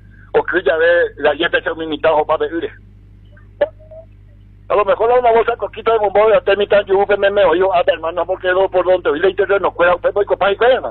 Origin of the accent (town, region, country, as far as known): Paraguay